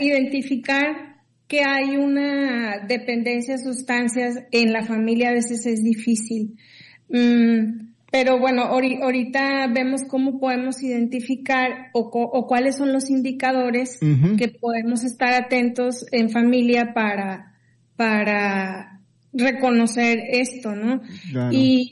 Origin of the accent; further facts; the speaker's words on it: San Nicolás de los Garza, Nuevo León, Mexico; Mi familia, pues crecimos en San Nicolás, okay. Después nos cambiamos por el Poniente